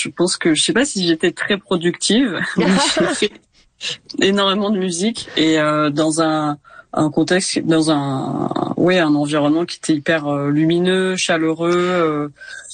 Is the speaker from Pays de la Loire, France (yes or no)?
no; Ramatuelle, Provence-Alpes-Côte d'Azur, France; moved away; j'ai un lien assez fort avec Ramatuelle, donc là où j'ai grandi